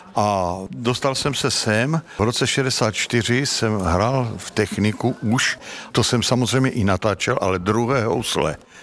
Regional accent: Krnov, Moravian-Silesian Region, Czechia; born there; Narodil jsem se v Krnově

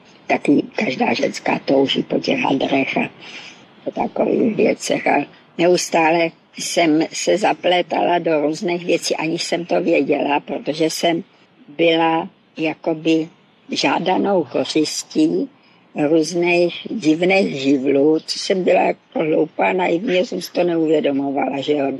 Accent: Moravia, Czechia; now in Prague, Czechia

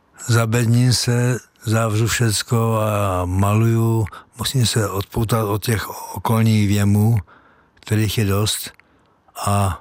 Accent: Moravský Žižkov, South Moravian Region, Czechia; Já pocházím také ze Slovácka, z Moravského Žižkova, z Vinařské obce, kde jsem taky poznal, co to jsou kroje a dobré vínečko.

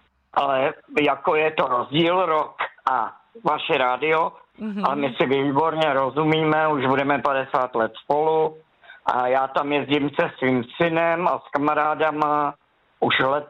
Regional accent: Štětí, Ústí nad Labem Region, Czechia; Já jsem ze Štětí, je to na severu, kousek od Mělníka.

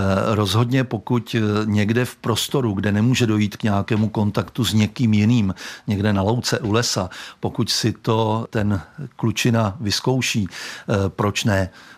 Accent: Lišov, South Bohemian Region, Czechia; also born or lived in České Budějovice; Narodil jsem se v Českých Budějovicích. Vyrůstal jsem na vesničce nedaleko od Českých Budějovic. V Českých Budějovicích jsem potom i studoval.

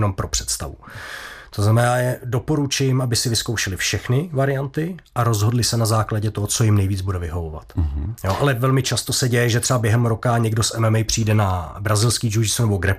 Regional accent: Nový Bor, Liberec Region, Czechia; now in Liberec, Czechia; já jsem se, řekněme, přiženil jsem do Liberce z Nového Boru a čekali jsme i narození syna v roce 2008

